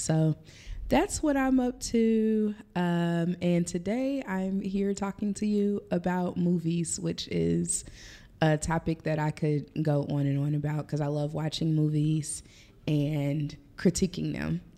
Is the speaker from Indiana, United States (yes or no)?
yes; Indianapolis, Indiana, United States; as you said. Born and raised in Indianapolis on the west side of town. I grew up in Hallville. I love Indianapolis.